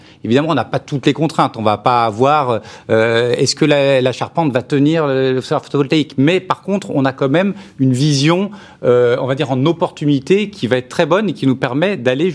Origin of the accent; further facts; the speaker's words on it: Chambéry, Auvergne-Rhône-Alpes, France; Moi, je viens de Chambéry, il y a pas mal d'endroits qui sont quand même ombrés par les montagnes